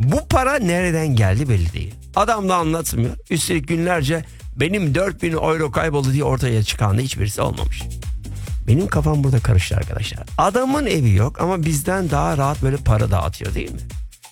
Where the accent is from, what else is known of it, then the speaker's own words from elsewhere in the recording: Izmir, İzmir, Turkey; also born or lived in Ankara; now in Berlin, Germany; Babam Nevşehirli, annem Tokatlı. Ben Ankara'da doğdum. İzmir'de büyüdüm. Büyümeye çalıştım yani. 1.73'te kaldım. Ve Berlin'de yaşıyorum.